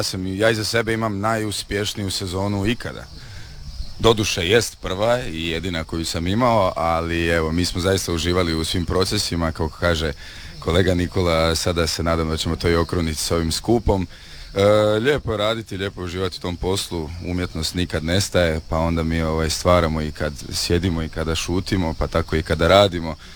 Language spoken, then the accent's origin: Croatian; Slavonia, Croatia; Gledajte, mi smo iz Slavonije, mi nismo navikli na more, mi se bojimo dubina, morskih pasa i svega toga